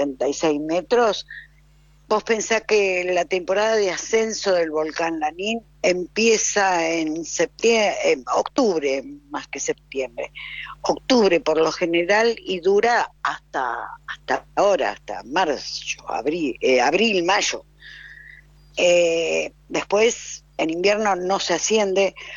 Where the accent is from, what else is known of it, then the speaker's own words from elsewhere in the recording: San Martín de los Andes, Neuquén, Argentina; born there; Yo soy nacida en San Martín, hace muchos años.